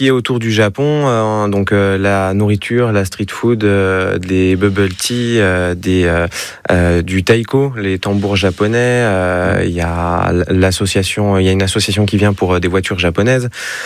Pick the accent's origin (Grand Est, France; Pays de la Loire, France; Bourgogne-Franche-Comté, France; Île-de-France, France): Bourgogne-Franche-Comté, France; Dijon; moved away as an adult; now in Bourges, France; À la base, je viens de Dijon